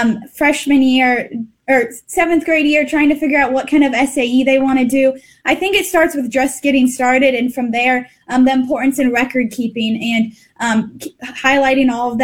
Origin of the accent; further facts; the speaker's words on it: Lexington, Nebraska, United States; I'm from the SEM FFA chapter. I'm originally from Lexington, Nebraska, and currently a junior at Kansas State University.